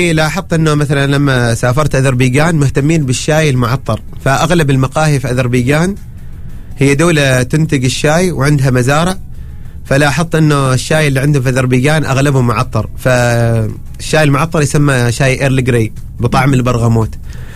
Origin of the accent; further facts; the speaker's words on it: Oman; عندنا في عمان.